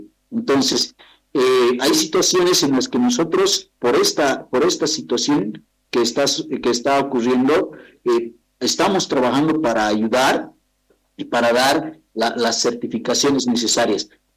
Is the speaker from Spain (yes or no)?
no; Bolivia; como bolivianos y bolivianas